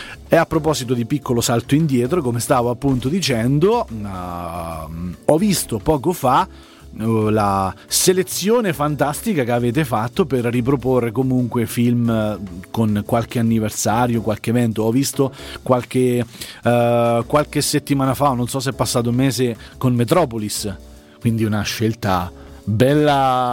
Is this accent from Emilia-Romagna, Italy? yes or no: no; Pescara, Abruzzo, Italy; essendo cresciuto, anche essendo del quartiere